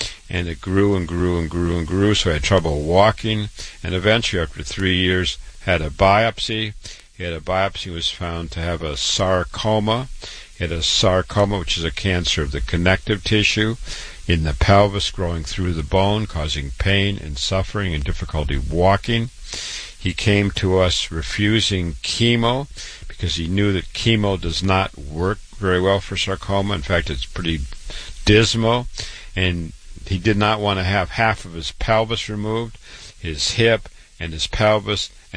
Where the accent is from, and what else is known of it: Waterloo, Iowa, United States; born or raised there